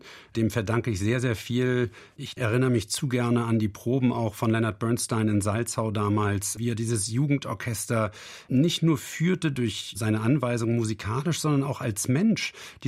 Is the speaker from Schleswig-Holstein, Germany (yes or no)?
yes; Eutin, Schleswig-Holstein, Germany; born there; Ich bin damals bei den Eutima Sommerspielen auch groß geworden.